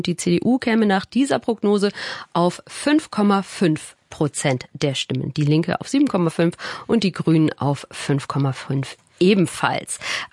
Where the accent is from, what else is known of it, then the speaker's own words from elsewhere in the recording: Saarland, Germany; Bei uns im Saarland wird ja auch im nächsten April gewählt.